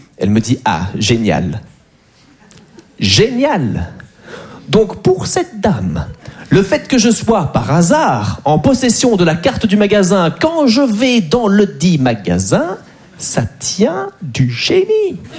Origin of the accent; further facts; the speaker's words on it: Belgium; Moi, j'adore les Français, même si je suis belge, hein